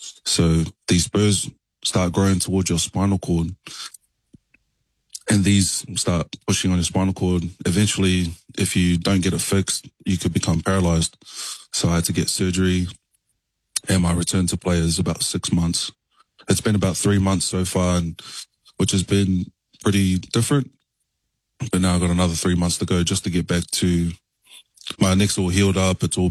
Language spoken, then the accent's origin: English; Sydney, New South Wales, Australia; also born or lived in Gisborne, New Zealand / Wellington, New Zealand; I was born in Gisborne. I moved to Wellington when I was about 3. Lived there for about 5 years. I was living in, I believe, Lower Hutt at the time. And then I moved over to Sydney and grew up there for about 10 years